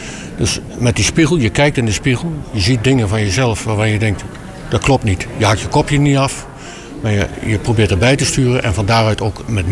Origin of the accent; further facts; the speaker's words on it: Kampen, Overijssel, Netherlands; Ook als kunstenaar doe ik graag mee aan groepsgebeuren, ook in kampen waar ik vandaan kom.